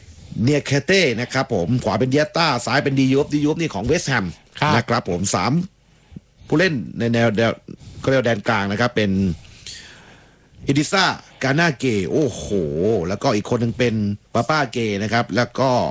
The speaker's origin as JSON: {"language": "Thai", "region": "Southern Thailand", "country": "Thailand", "said": "ผมก็เป็นคนใต้เหมือนกัน"}